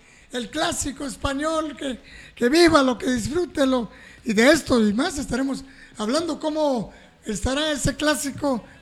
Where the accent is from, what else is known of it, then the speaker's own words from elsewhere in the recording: Guatemala; Hablando en buen chapín, no como mexicano, sino en buen chapín